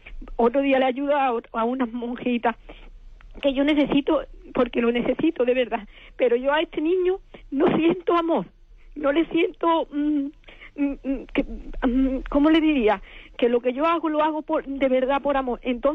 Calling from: Málaga, Andalusia, Spain; de Málaga.

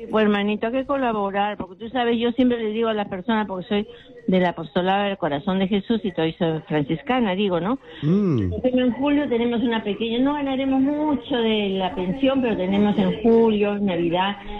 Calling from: Lima, Peru; Yo de Barranco.

